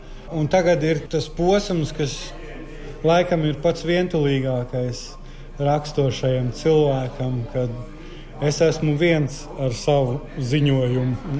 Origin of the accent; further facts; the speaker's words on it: Courland, Latvia; Un es esmu kurzemnieks.